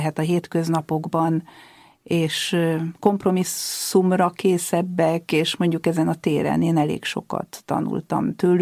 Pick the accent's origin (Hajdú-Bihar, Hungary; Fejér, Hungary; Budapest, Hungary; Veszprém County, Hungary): Budapest, Hungary; moved away as an adult; also born or lived in France; now in Sweden; én nem Skandináviában születtem, hanem Budapesten, rettentő régen. Elmentem Svédországba, és ott is maradtam.